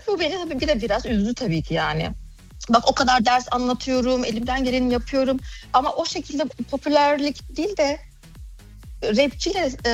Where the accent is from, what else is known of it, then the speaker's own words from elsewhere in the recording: Germany; Evet, Almanya'da doğdum. Almanya'da büyüdüm.